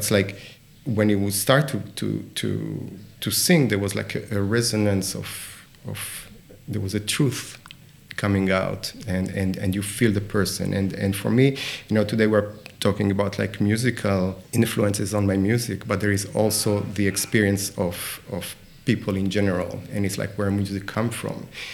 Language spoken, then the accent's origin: English; Argentina; So I lived in Argentina. I grew up partly in Argentina at the end of the 70s. And also this is what music that was played at home.